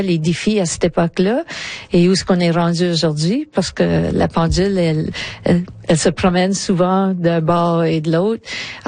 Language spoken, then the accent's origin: French; Lille, Hauts-de-France, France; Ça représente un peu mon enfance à Lille.